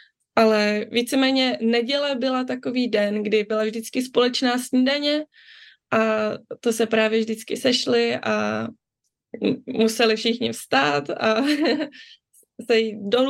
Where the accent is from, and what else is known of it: Germany; born or raised there